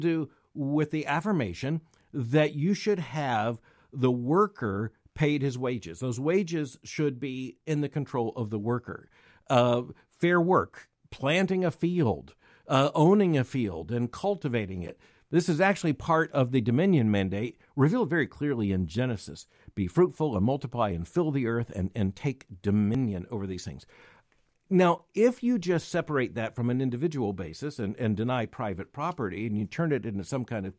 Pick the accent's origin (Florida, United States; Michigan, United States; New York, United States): Florida, United States; growing up in Florida